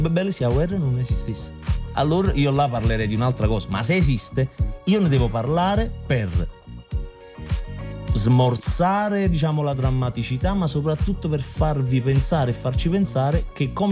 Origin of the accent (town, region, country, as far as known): Naples, Campania, Italy